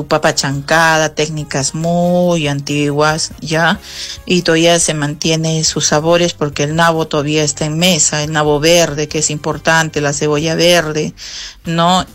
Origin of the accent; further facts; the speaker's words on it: Arequipa, Peru; Nosotros acá en Arequipeña, como arequipeños como grandes tradicionalistas y amantes de nuestra historia y tradición